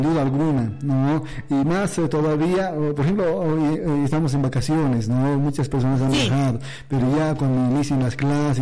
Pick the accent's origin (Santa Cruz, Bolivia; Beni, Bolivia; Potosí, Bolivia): Potosí, Bolivia